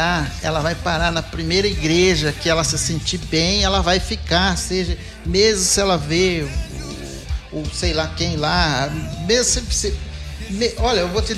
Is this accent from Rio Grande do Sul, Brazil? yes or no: no; Ribeirão Preto, São Paulo, Brazil; moved away; Lá na minha cidade, lá em Ribeirão Preto